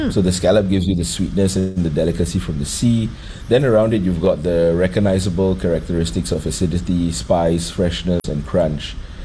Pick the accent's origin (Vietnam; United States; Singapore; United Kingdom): Singapore